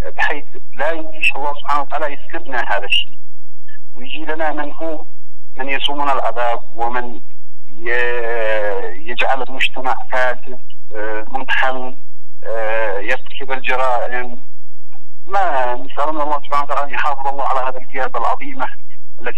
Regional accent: Yemen; احنا كشعب يمني

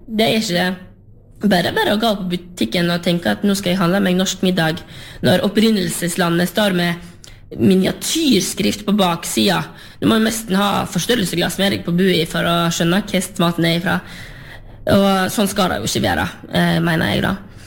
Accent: Sørheim, Vestland, Norway; som jeg kommer jo selv fra Lerigard på Sørheim

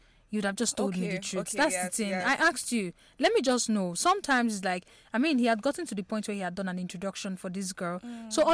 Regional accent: Kogi, Nigeria; from Kogi State.

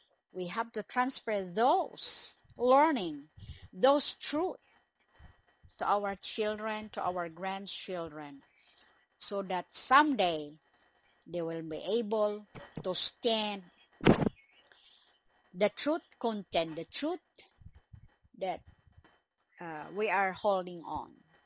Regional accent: Bacolod, Western Visayas, Philippines; from the City of Smiles

